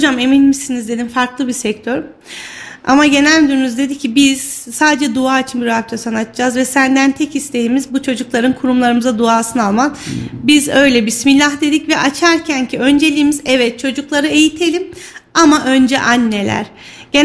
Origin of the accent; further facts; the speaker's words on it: Kayseri, Turkey; born there; also born or lived in Ankara; 1981 yılında Kayseri'de doğdum. Nevşehir Kozaklılıyım aslen.